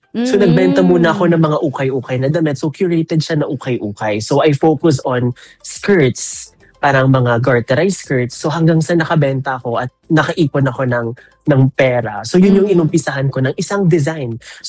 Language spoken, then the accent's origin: Tagalog; Davao City, Davao Region, Philippines; So I'm born and raised in Davao City, but I never got the chance to explore our culture.